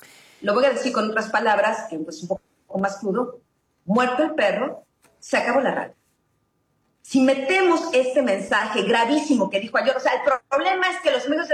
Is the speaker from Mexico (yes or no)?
yes; Mexico; yo, al menos como mexicana